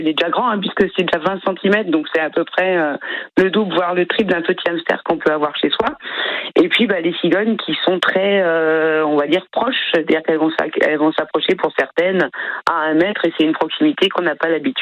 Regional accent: Grand Est, France; Eh ben, je suis alsacienne, donc 100% chauvine.

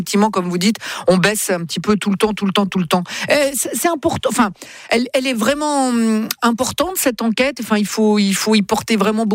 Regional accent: Italy

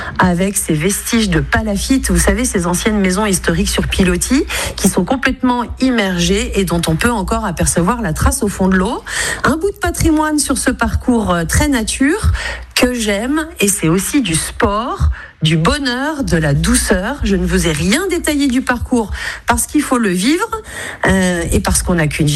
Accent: Auvergne-Rhône-Alpes, France; on est chez nous en Savoie

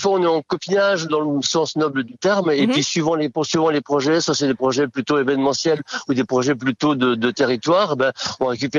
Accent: Nouvelle-Aquitaine, France; il était clarinettiste des balles et banquets chez nous dans le Poitou.

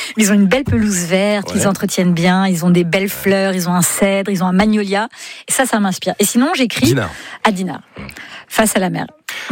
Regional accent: Île-de-France, France; Je suis francilienne

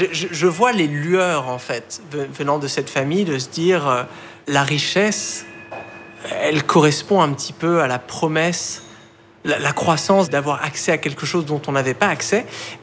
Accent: Bailly, Île-de-France, France; ça s'appelle Bailly, c'est un petit village de quelques milliers d'habitants, c'est quand même la campagne, hein. C'est coincé entre les plaines de Versailles, dont un grand domaine agricole, et la forêt de Marly. Donc moi j'ai grandi dans la vieille ferme rénovée de ma famille, qui est là depuis plusieurs générations.

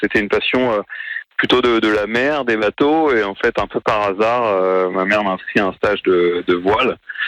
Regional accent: Le Havre, Normandy, France; Oui, je suis né au Havre. J'ai appris à faire du bateau, de la voile dans la baie du Havre.

